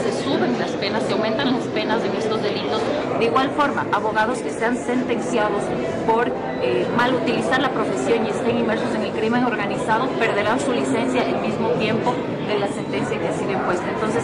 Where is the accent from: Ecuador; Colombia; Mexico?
Ecuador; nosotros como ecuatorianos